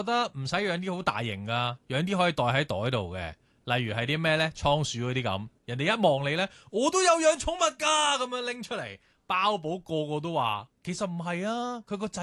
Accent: Hong Kong; 作为香港人

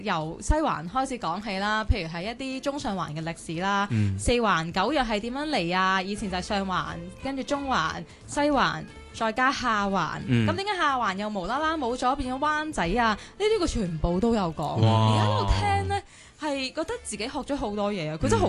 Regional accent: Hong Kong; 有我香港人啦

